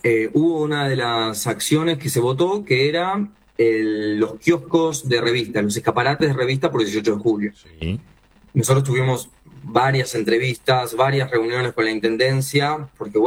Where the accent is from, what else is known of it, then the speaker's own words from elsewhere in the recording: Montevideo, Uruguay; Somos todos montevideanos acá en su mayoría